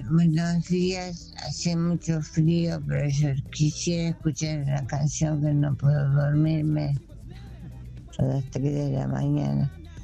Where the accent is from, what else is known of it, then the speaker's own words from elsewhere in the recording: Córdoba, Argentina; Yo le pedí un montón de veces, no me pasan. Soy de Córdoba. Bueno. Por favor, te pido que me pase esa canción que me encanta.